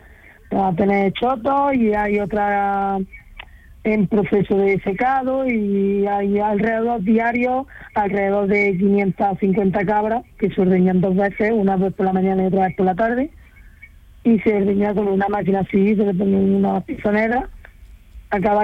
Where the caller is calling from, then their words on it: Alboloduy, Andalusia, Spain; Yo estoy en un pueblecito pequeño de Almería, en una granja de cabras.